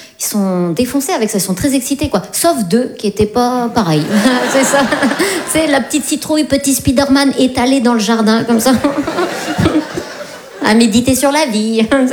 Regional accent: France; Parce qu'on est Français, voilà, c'est pour ça.

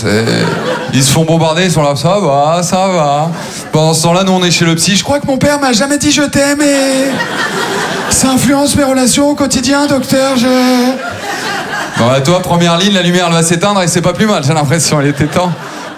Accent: Maubeuge, Hauts-de-France, France; born or raised there

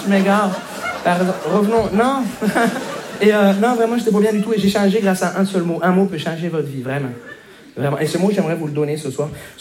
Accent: Montreal, Quebec, Canada; je viens de Montréal.

